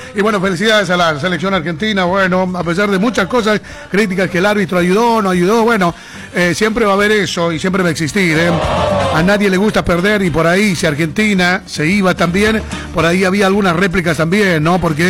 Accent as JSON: {"language": "Spanish", "country": "Bolivia", "said": "como bolivianos, ¿no?, hablando de nuestra selección."}